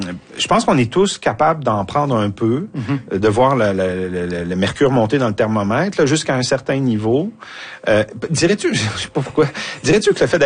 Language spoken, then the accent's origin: French; Quebec, Canada; chez nous au Québec